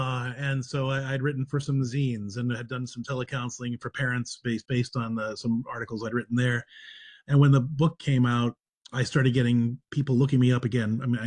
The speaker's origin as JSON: {"language": "English", "town": "Clairton", "region": "Pennsylvania", "country": "United States", "tie": "born or raised there", "also_born_or_lived": "Ohio", "said": "I grew up in Clairton, Pennsylvania, which is the first place that The Deer Hunter was filmed."}